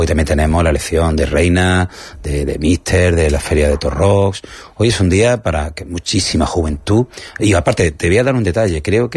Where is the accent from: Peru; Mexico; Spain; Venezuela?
Spain; Andalusia